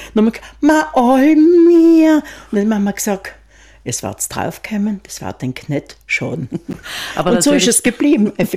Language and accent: German; Kaltern, Trentino-Alto Adige, Italy; Deshalb bin ich auch in der Klinik geboren und nicht in Kaltern, wie es damals üblich war, in dem alten Spital hat es geheißen.